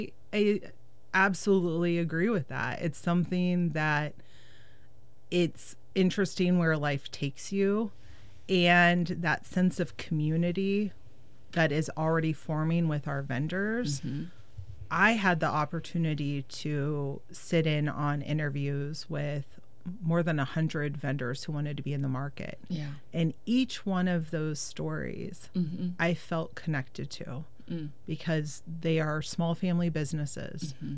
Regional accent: Lake Lobish, Oregon, United States; my first, like, 4 years of childhood were spent in this area called Lake Lobish. It was north of Silverton, and my parents purchased this house without indoor plumbing

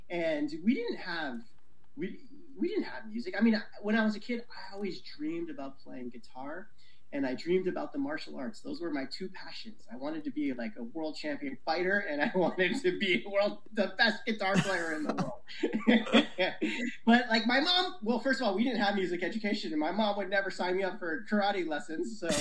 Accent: Exeter, Pennsylvania, United States; So, I grew up in Exeter, Pennsylvania, a small coal miner town.

